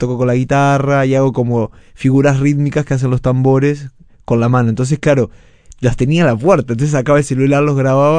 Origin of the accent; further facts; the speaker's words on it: Ciudad de la Costa, Canelones, Uruguay; moved away as an adult; now in Montevideo, Uruguay; yo soy de Ciudad de la Costa, de Canelones. Bien. Ahora puntualmente estoy viviendo en Montevideo y elegí Barrio Sur para ir a vivir.